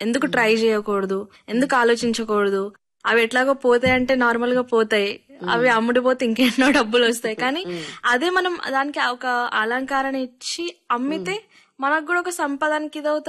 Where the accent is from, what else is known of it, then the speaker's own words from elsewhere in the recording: Adilabad, Telangana, India; also born or lived in Madharpet / Salewada / Bela; మాది బేసికల్లీ మాదర్పేట అంటే దండపల్లి దగ్గర మంచిర్యాల డిస్ట్రిక్ట్. నేను పుట్టింది మా అమ్మమ్మ వాళ్ళ ఊరు సాలేవాడలో. అక్కడ నుంచి ఇంకా మమ్మీ డాడీ వాళ్ళకి జాబ్స్ అని చెప్పేసి కొబ్బాయిలో వాళ్ళ జాబ్స్ చూసుకున్నారు. మళ్ళీ బేలాకి ట్రాన్స్ఫర్ అయ్యాం, బేలా నుండి ఆదిలాబాద్ కి ట్రాన్స్ఫర్ అయ్యాం.